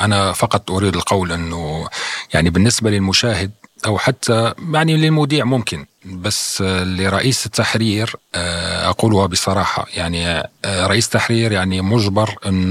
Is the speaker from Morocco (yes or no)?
yes; Morocco; now in Russia; كمغربي بالدرجة الأولى وكمواطن روسي في الدرجة الثانية